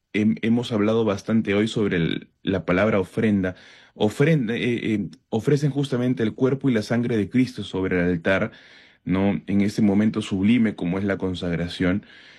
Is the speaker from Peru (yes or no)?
yes; Peru; como ciudadanos, como peruanos